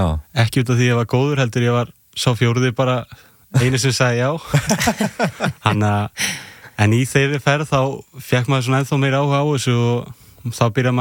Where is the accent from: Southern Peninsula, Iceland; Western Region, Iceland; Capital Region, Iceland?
Southern Peninsula, Iceland; Grindavík; Ég úr Grindavík, þannig að það mikil pínumenning þar.